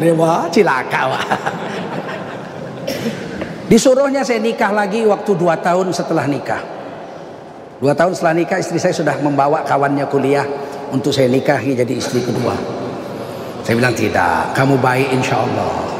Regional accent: Medan, North Sumatra, Indonesia; Dan saya orang Medan. Kami orang Medan paling jijik makan bubur.

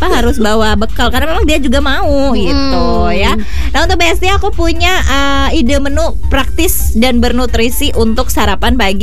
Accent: West Java, Indonesia; Terus kalau aku orang Sunda kan memang suka perkencuran ya.

